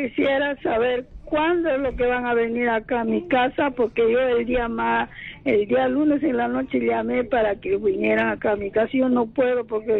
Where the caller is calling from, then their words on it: Lima, Peru; yo estoy llamando de Lince